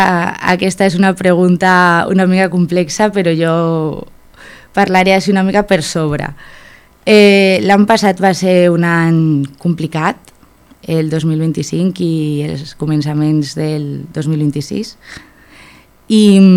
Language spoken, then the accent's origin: Catalan; Madrid, Community of Madrid, Spain; Catalan is a second language; also born or lived in Valladolid / Barcelona; now in Argentona, Spain; Jo sóc de Madrid, vaig viure molt temps de la meva vida a Valladolid i bueno, vaig fer un Erasmus a Itàlia